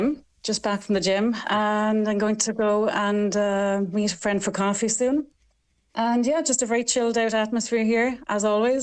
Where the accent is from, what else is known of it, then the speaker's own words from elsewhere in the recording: Ireland; now in Cape Verde; as an Irish person.